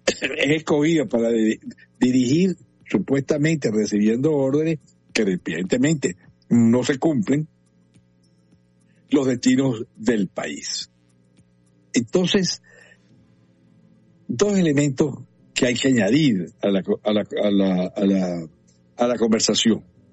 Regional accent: Venezuela; uno como venezolano

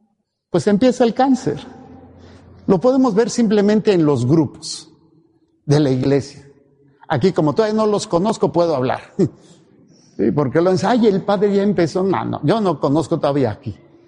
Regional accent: Mexico; born there; moved away; la mayoría somos nacidos en México

